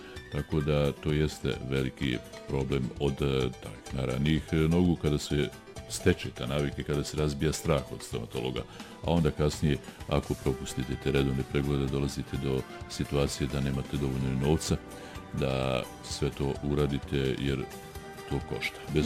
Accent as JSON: {"language": "Serbian", "region": "Republika Srpska", "country": "Bosnia & Herzegovina", "said": "tako je već godinama na ovim područjima, pogotovo kod nas u Republici Srpskoj, Bosni i Hercegovini."}